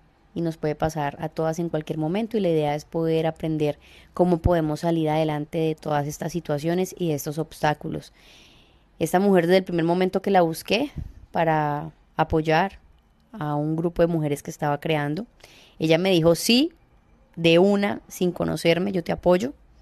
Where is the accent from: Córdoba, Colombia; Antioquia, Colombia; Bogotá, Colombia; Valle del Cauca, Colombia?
Valle del Cauca, Colombia; Cali; soy de Cali, Colombia, y voy a estar conduciendo este programa